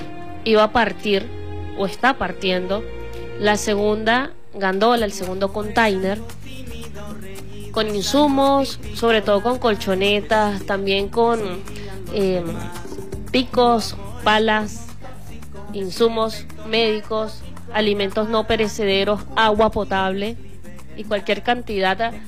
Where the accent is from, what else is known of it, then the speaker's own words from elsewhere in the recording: Venezuela; seguimos transmitiendo como venezolanos